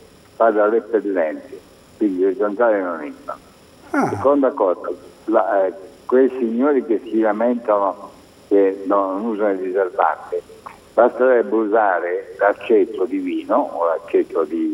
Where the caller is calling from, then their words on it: Sanremo, Liguria, Italy; da Sanremo.